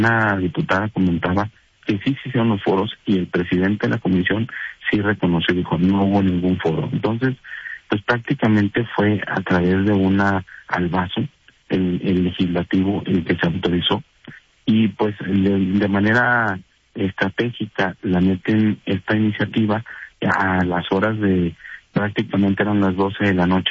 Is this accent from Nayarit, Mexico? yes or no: no; Durango, Mexico; yo soy originario de Durango.